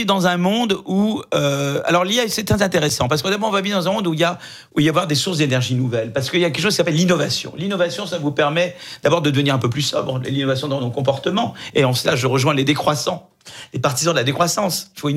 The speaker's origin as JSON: {"language": "French", "country": "France", "said": "chez nous, en France et en Europe."}